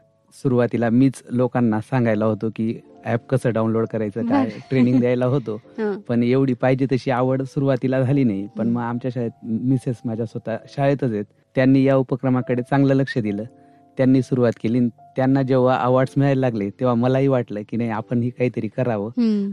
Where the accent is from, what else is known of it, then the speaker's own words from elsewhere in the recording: Pimpalner, Maharashtra, India; moved away as an adult; माझं बालपण आणि शिक्षण पिंपळनेर धुळे जिल्ह्यात.